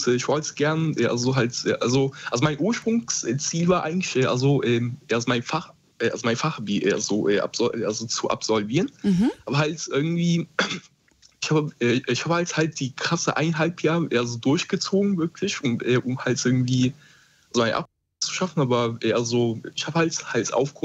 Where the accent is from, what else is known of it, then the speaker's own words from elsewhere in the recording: Koblenz, Rhineland-Palatinate, Germany; Also, also ich komme aus Koblenz, Rheinland-Pfalz.